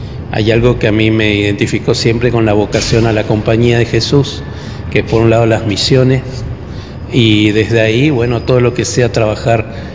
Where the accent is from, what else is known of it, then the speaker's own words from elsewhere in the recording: Itatí, Corrientes, Argentina; born there; Bueno, yo nací en Itatí.